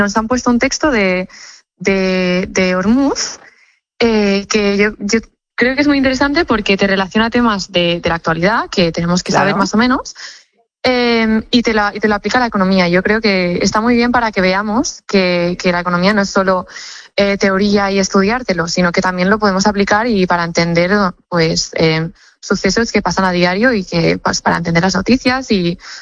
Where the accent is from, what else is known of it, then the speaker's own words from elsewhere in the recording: Tarragona, Catalonia, Spain; Yo soy de Tarragona, del Instituto Antoni Martí Franquès.